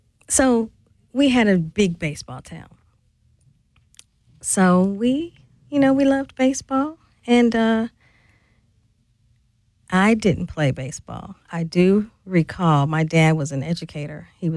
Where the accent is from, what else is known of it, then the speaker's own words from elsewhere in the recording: St. Louis, Missouri, United States; When I grew up, as I mentioned, I grew up in St. Louis.